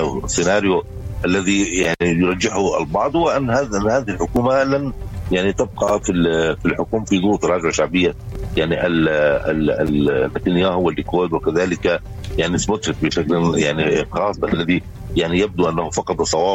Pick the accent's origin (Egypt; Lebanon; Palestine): Palestine; علينا أن ندرك كفلسطينيين